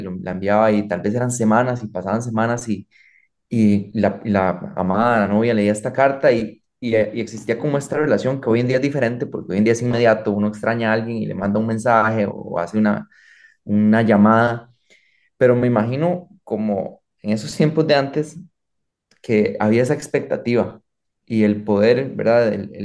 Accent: Costa Rica; no es lo mismo yo como costarricense, hay palabras que en Costa Rica se entienden, pero sé que si llegan a España tienen otro significado

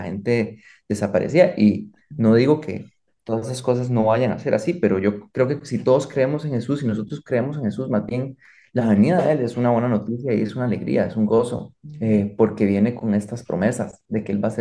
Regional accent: Costa Rica; Entonces es hasta simbólico para nosotros como costarricenses

